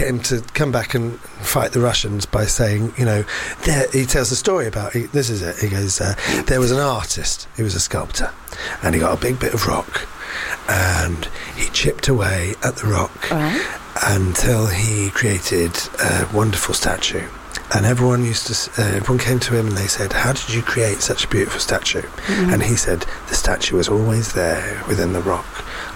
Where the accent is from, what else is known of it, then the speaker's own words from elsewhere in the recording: London, United Kingdom; accent: Cockney; Well, I was born in Bart's Hospital, so I'm a Cockney.